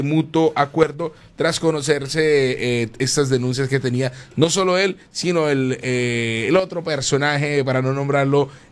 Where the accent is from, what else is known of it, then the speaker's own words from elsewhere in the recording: Cúcuta, Norte de Santander, Colombia; Norte de Santander sigue demostrando por qué somos grandes los cucuteños.